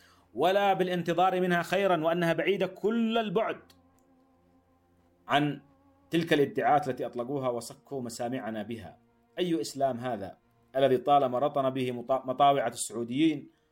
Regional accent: Yemen; ثم لم نجدهم نحن كيمنيين إلا شركاء قذرين ووقحين في مجازر بشعة وفظيعة

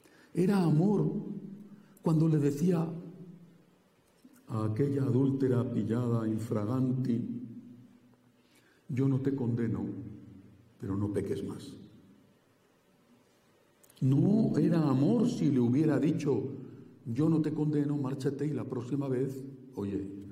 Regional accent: Castile, Spain; Y en los pueblos, sobre todo de mi tierra, de Castilla, todavía hoy se ven encima de la puerta una frase

